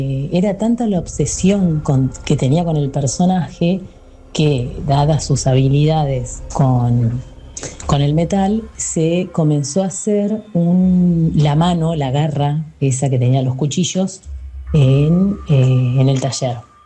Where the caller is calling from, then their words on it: Hurlingham, Buenos Aires Province, Argentina; Nosotros somos de Hurlingham.